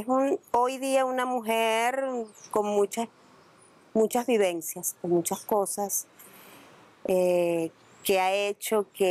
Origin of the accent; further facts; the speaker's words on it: Caracas, Capital District, Venezuela; yo vengo también de San Agustín del Norte.